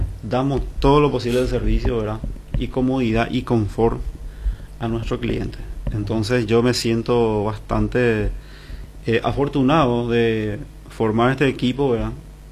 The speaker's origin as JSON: {"language": "Spanish", "region": "Asunción", "country": "Paraguay", "moved": "yes", "lives_now": "Coronel Oviedo, Paraguay", "said": "Yo generalmente soy de Asunción, ¿verdad? Pero me siento ovetense"}